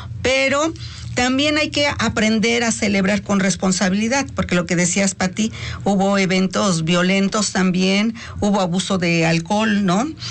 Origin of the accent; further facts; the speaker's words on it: Mexico; hay eventos que nos unen como mexicanos